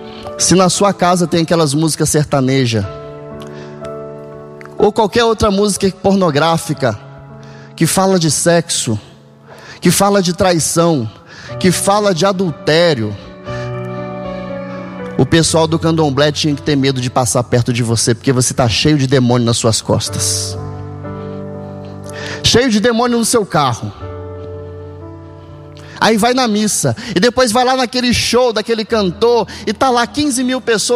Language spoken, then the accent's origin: Portuguese; Campos dos Goytacazes, Rio de Janeiro, Brazil; eu sou do interior do Rio, de Campos Goytacazes